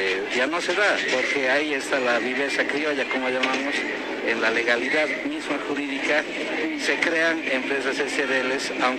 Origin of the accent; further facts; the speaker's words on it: Potosí, Bolivia; como potosinos estamos pidiendo hoy en día que los potosinos también hagamos pues estas actividades